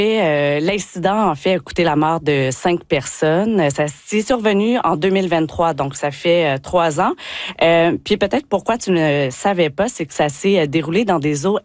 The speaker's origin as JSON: {"language": "French", "region": "Quebec", "country": "Canada", "accent": "Quebec", "said": "vous pouvez l'entendre par mon accent, je suis québécoise"}